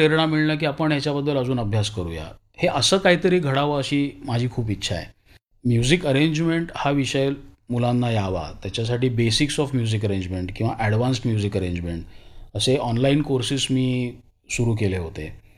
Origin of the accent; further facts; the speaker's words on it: Maharashtra, India; first language Marathi; आता मी मराठी भाषिक आहे